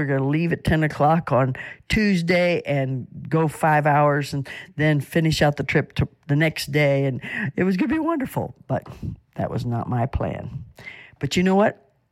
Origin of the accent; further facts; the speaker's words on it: West Virginia, United States; I'm from West Virginia, and we use the terminology, they go roundabout the outhouse.